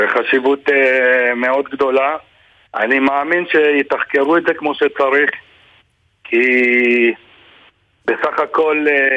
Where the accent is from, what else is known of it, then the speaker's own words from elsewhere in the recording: Margaliot, Northern District, Israel; born there; אני נולדתי פה.